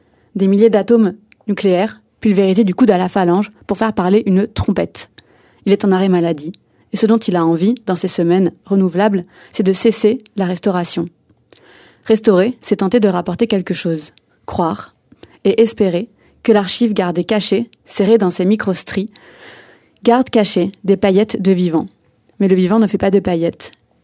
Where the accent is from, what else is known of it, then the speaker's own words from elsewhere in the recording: Poitiers, Nouvelle-Aquitaine, France; also born or lived in Djibouti; now in Paris, France; Je suis franco-djiboutienne, j'ai grandi à Djibouti jusqu'à mes 6 ans du coup, et ensuite j'ai grandi à Poitiers, puis là je suis à Paris